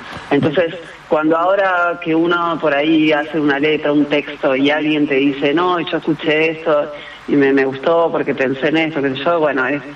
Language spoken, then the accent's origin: Spanish; Rosario, Santa Fe, Argentina; now in Buenos Aires, Argentina; Yo siento que hay una Rosario donde yo me crié, donde yo aprendí, donde jugué al fútbol, donde empecé a hacer música, que vive muy en mí, que es bastante diferente a la Rosario de ahora